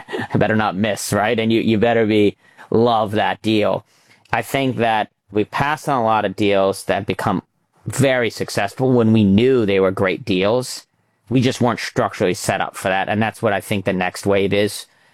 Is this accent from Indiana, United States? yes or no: no; New York, United States; I grew up in the Hamptons, and I caddied at every golf course just to have access to a golf course.